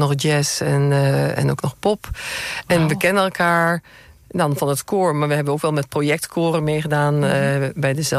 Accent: Angerlo, Gelderland, Netherlands; Nee, ik kom uit Angerlo, bij Doesburg.

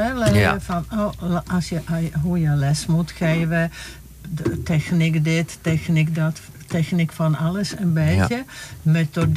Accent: Teplice, Ústí nad Labem Region, Czechia; Dutch is a second language; Ik kom uit Teplice-Zenau. Dat is net over de grenzen waar vroeger Oost-Duitsland heel dichtbij bij Dresden.

